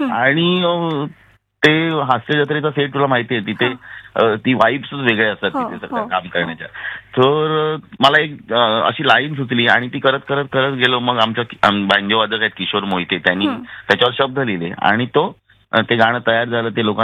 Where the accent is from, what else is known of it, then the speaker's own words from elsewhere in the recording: Mumbai, Maharashtra, India; moved away as an adult; now in Kurla, Mumbai, India; म्हणजे मी लालबागचा आहे. मी गेली 10-15 वर्ष लालबाग मध्ये होतो. आता ह्या वर्षी मला केवळ म्हणजे काय म्हणतात ना की घर बदललं म्हणून मी कुर्ल्यात नेहरू नगरला आलोय पण मनाने मी अजूनही लालबाग मध्येच आहे असतो.